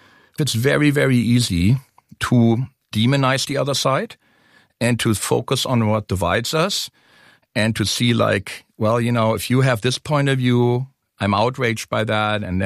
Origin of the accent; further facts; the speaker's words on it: West Berlin, Berlin, Germany; So I was born in West Berlin, the divided city.